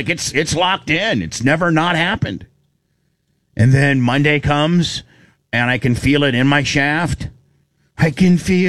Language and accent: English; Indiana, United States; I grew up in Indiana, and I heard about it.